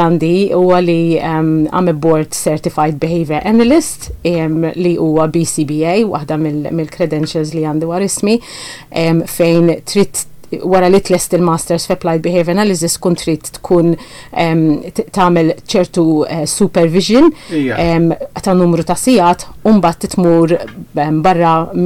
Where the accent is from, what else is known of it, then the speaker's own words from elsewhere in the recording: Birkirkara, Central Region, Malta; Mal-ġenituri tiegħi kont noqgħod bil-Kirkara, għamil żmien twil ngħix hemmhekk, kont immur skola l-Imrieħel, il-Junior Lyceum, viċin ħafna kont nimxi għall-iskola